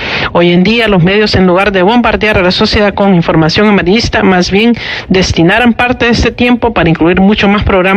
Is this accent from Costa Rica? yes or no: yes; Costa Rica; De hecho, este tema ha sido tan sonado que en mi país y está el miedo que siente la gente, que incluso hay algunos que creen que este nuevo pontífice podría ser el anticristo. Desgraciadamente, Costa Rica se ha convertido en un país